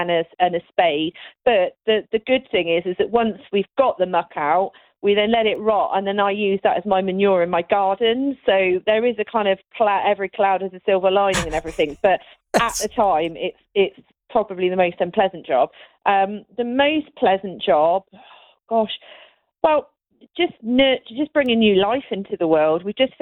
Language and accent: English; South West England, United Kingdom; moved away as an adult; now in Northamptonshire, United Kingdom; So I grew up in the Cotswolds, and I joined Young Farmers when I was age 14